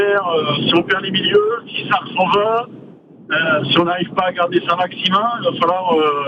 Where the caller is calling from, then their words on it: Normandy, France; chez moi, je vis en Normandie